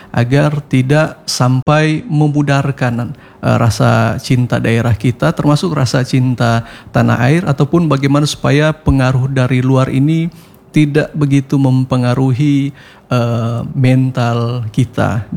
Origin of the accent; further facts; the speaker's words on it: Sangihe, North Sulawesi, Indonesia; identitas kita selaku orang Sangiha